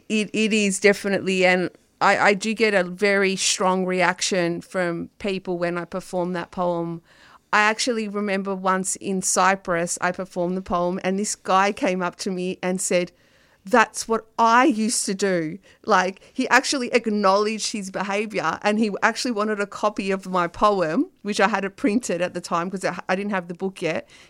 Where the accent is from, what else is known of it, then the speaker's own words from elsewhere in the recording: Australia; born there; my Cypriot heritage. That's why I call myself Cypriot Australian, even though I was born here, because I don't fully see myself as just Australian.